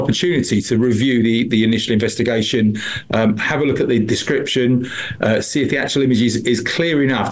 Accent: Fulham, London, United Kingdom; born there; I know the area really well. I was born in Fulham.

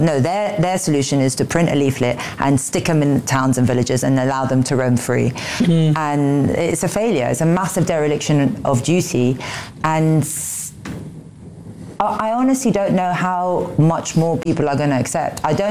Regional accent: Egypt; So I'm from Egypt.

